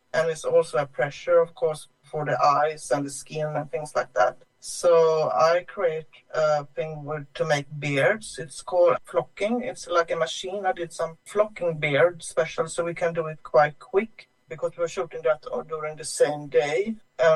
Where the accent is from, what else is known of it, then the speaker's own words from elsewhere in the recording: Gothenburg, Västra Götaland, Sweden; especially because the story is actually happened in my hometown, Gothenburg.